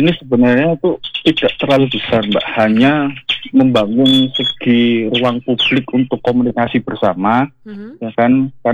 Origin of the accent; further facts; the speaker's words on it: Surakarta, Central Java, Indonesia; Apalagi kita orang Jawa itu, orang Solo wabil khusus